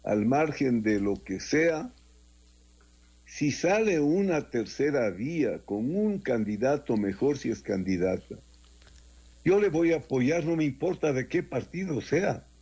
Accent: Quito, Pichincha, Ecuador; como quiteño y como ecuatoriano

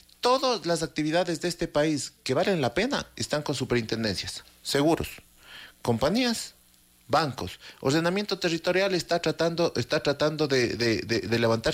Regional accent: Ecuador

